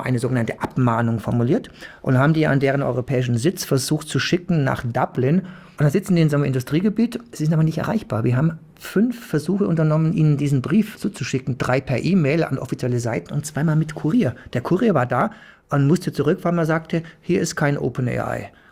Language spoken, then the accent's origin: German; Swabia, Germany; ich bin Schwabe